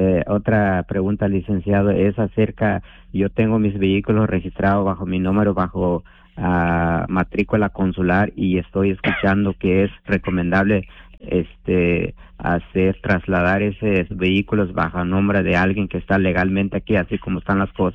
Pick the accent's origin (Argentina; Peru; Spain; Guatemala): Guatemala; Yo soy originario de Guatemala. Mi padre ya falleció, nomás mi madre está en Guatemala.